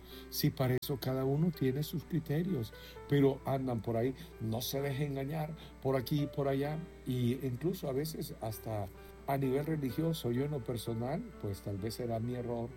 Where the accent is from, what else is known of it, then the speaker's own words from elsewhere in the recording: El Salvador; Qué lindo será el día en que como salvadoreños